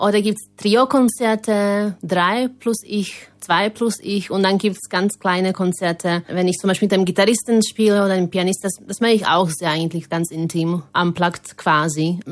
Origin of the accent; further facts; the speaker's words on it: Slovakia; German is a second language; now in Vienna, Austria; das ist meine Nachname. Ich komme aus der Slowakei, habe ungarische Wurzeln und ich wohne und lebe seit einiger Zeit in Wien.